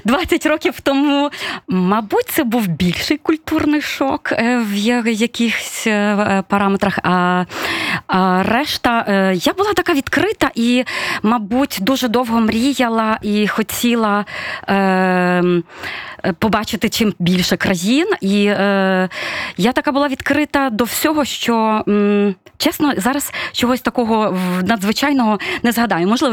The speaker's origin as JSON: {"language": "Ukrainian", "town": "Volodymyrets", "region": "Rivne Oblast", "country": "Ukraine", "tie": "born or raised there", "moved": "as an adult", "lives_now": "Switzerland", "said": "Я родом з Рівненської області і своє дитинство провела в місті Володимирець, а студентські роки вже в місті Рівно, де я навчалася в РДГУ, Рівненський державний гуманітарний університет"}